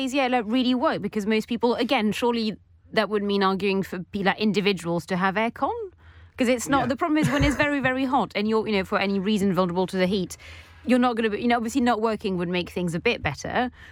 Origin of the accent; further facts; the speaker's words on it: Nantes, Pays de la Loire, France; moved away; Because I come from Nantes, which is a city just below Brittany, which famously always had an incredibly temperate climate.